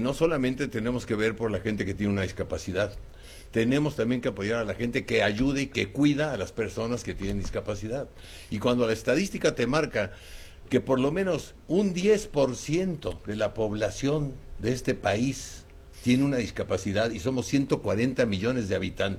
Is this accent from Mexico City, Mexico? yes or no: yes; Mexico City, Mexico; born there; Yo nací en la Lagunilla, por eso lo menciono.